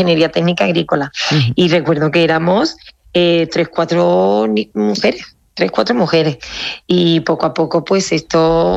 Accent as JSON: {"language": "Spanish", "town": "Seville", "region": "Andalusia", "country": "Spain", "lives_now": "Carcabuey, Spain", "said": "porque yo soy de capital y me vine al mundo rural, soy de Sevilla, me vine aquí a Carcagüey"}